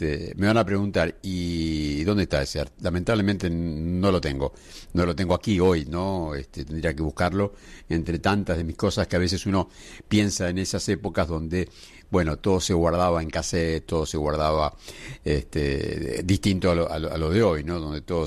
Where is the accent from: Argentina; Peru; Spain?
Argentina; soy de Argentina, de la radio de Argentina